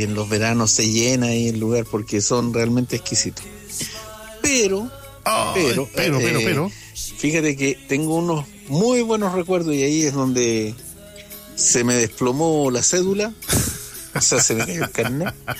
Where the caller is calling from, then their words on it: Vallenar, Atacama, Chile; de Vallenar.